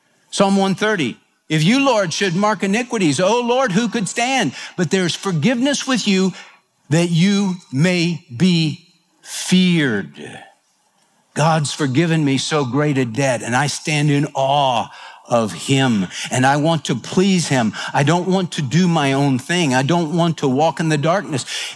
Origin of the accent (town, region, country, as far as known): Houston, Texas, United States